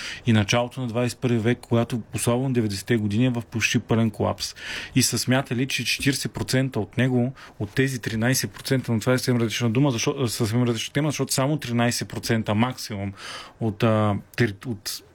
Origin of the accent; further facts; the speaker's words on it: Varna, Varna Province, Bulgaria; въпреки че съм от Варна